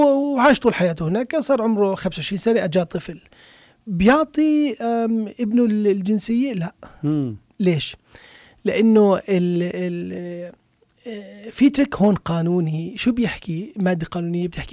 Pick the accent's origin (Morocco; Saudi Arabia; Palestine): Palestine; also born or lived in Jordan; زي ما بحكي أنا كفلسطيني وأردني